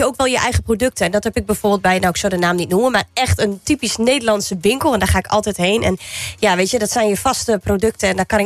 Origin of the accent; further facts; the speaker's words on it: Assen, Drenthe, Netherlands; born there; Nou ja, ik kom ook echt uit het noorden. Ik ben oorspronkelijk geboren in Assen. Dat is Drenthe.